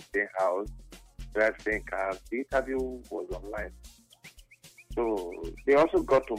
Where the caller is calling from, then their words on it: Ibadan, Oyo, Nigeria; I'm calling from Ibadan.